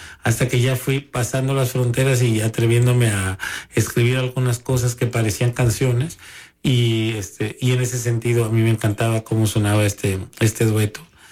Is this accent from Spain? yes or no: no; Xalapa, Veracruz, Mexico; yo nací prácticamente en el Callejón del Diamante. Ajá. Y viví ahí en varias, bueno, primero hasta los 18 años.